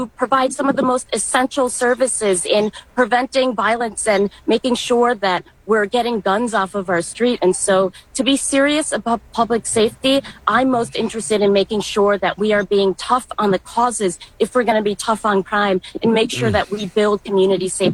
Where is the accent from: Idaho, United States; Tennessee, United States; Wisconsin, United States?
Wisconsin, United States; Madison; born or raised there